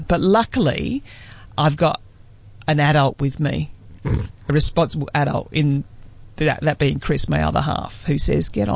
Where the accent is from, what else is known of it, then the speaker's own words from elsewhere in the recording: Australia; Mate, I love being Australian.